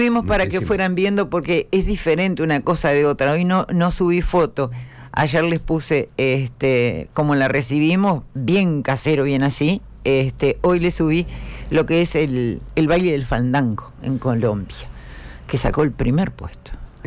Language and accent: Spanish; Uruguay; Yo soy uruguayo.